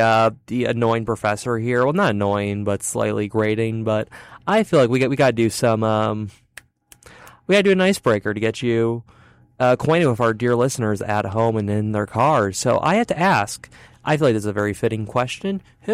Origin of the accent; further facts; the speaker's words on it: Illinois, United States; You see, me, I say I'm from Chicago. I'm not actually from it